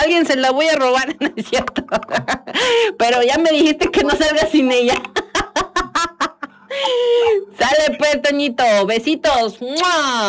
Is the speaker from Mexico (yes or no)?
yes; Mexico; todo el año somos mexicanos